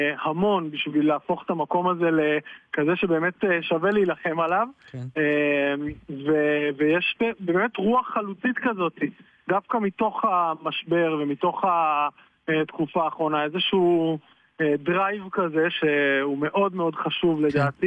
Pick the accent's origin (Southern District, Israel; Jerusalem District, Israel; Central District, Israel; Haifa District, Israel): Haifa District, Israel; Haifa; אני מחיפה, אני מקיבוץ המחנכים בחיפה